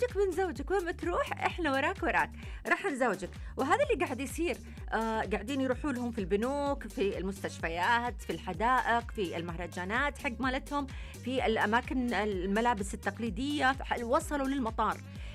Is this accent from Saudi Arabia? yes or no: yes; Saudi Arabia; عندنا في السعودية؟